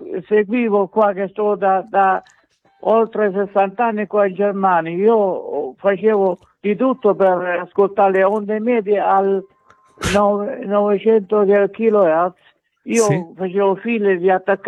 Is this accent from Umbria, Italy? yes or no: no; Giardini Naxos, Sicily, Italy; Io sono siciliano dalla provincia Giardini Naxos.